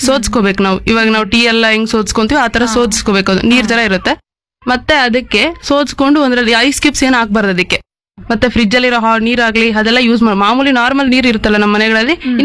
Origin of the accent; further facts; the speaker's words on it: Kolar Gold Fields, Karnataka, India; ನಾನು ಕೆಜಿಎಫ್ ಗ್ರಾಮಾಂತರ ಕಡೆಯಿಂದ ಬಂದಿದ್ದೀನಿ.